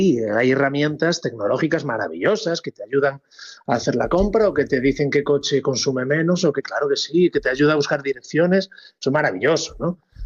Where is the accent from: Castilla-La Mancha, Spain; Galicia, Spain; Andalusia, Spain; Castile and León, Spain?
Galicia, Spain; moved away; me siento en casa como buen gallego migrante